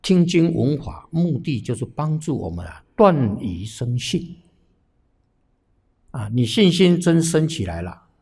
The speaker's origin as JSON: {"language": "Chinese", "country": "Taiwan", "said": "好，我们台湾这边都放下了，才能去那边呢、啊。"}